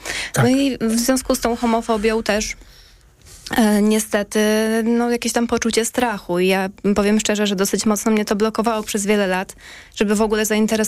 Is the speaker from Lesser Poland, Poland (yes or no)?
yes; Lesser Poland, Poland; moved away; ja pochodzę z bardzo małego miasteczka na południu Polski, no niestety dość homofobicznego